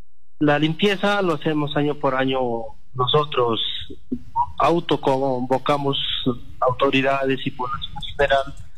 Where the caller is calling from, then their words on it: Cajamarca, Peru; Estoy llamando acá de un caserío número 8, territorio de San Juan